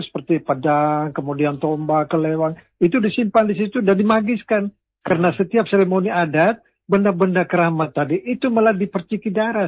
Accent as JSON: {"language": "Indonesian", "region": "East Nusa Tenggara", "country": "Indonesia", "said": "Ternyata itu untuk kami orang Lio, filosofisnya bahwa rumah adat yang pakai atap limas itu ibaratnya mereka datang dengan perahu"}